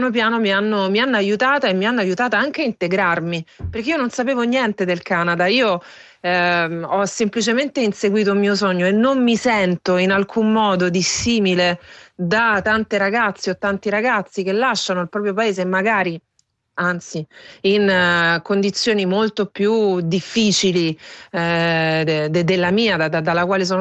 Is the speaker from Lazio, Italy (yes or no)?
yes; Ciampino, Lazio, Italy; moved away as an adult; io sono della provincia di Roma, sono di Ciampino e vengo da una famiglia molto molto semplice.